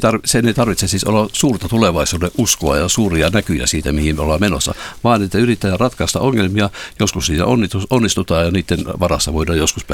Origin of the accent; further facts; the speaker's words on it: Mikkeli, South Savo, Finland; Kasvoin Mikkelissä, joka oli varuskuntakaupunki